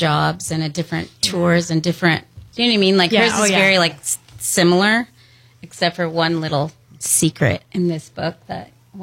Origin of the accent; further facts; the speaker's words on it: San Diego, California, United States; I'm from San Diego.